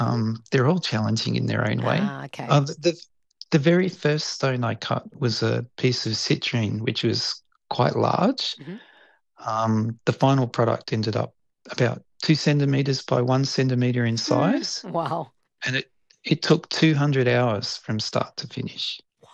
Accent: Australia; I feel like it's just something more personal about it for me, being an Australian myself

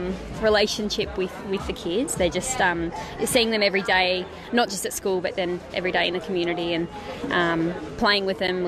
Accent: Warrnambool, Victoria, Australia; I'm from Warrnambool in Victoria. My sister's up here teaching, and she sort of said to come and visit for a bit.

